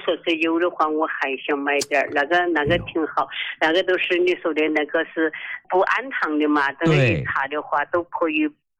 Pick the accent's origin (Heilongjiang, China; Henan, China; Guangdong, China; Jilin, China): Heilongjiang, China; Daqing; 我是大庆的，